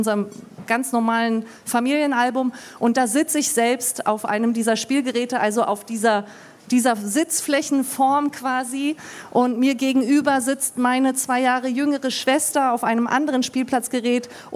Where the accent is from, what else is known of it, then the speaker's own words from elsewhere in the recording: Berlin, Germany; als eine von drei Töchtern meiner türkischen Eltern, also meine Eltern sind türkische Einwanderer, wir sind in Siemensstadt aufgewachsen